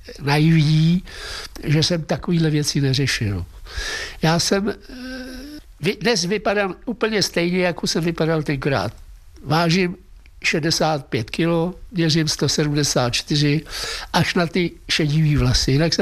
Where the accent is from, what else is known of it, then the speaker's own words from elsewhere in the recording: Duchcov, Ústí nad Labem Region, Czechia; já jsem vyrůstal v Duchcově, tak už jsem nenastoupil do školy v Duchcově, ale tady v Teplicích a tím pádem už jsem zůstal tady v Teplicích